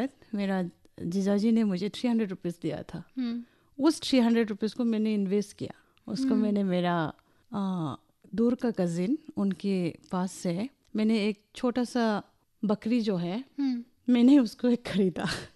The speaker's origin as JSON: {"language": "Hindi", "town": "Haflong", "region": "Assam", "country": "India", "tie": "born or raised there", "also_born_or_lived": "Silchar", "said": "मेरा जन्म सिलचर में हुआ था, मेडिकल कॉलेज में, to a very sweet couple but quite aged."}